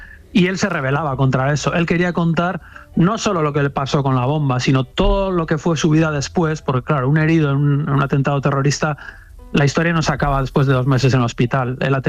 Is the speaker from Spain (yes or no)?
yes; San Sebastián, Basque Country, Spain; Yo soy de San Sebastián, a 10 kilómetros de Rentería.